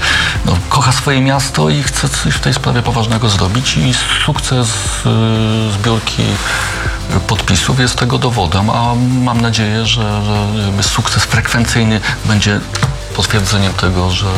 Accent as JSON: {"language": "Polish", "town": "Kraków", "region": "Lesser Poland", "country": "Poland", "said": "Nie z południa, z Krakowa. Jestem z Pufcia Zwierzynieckiego, z Krakowa, no jasne."}